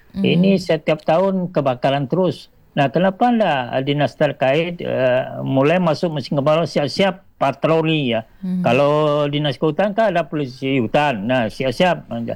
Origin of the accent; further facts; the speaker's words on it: Padang, West Sumatra, Indonesia; saya warga Kota Padang juga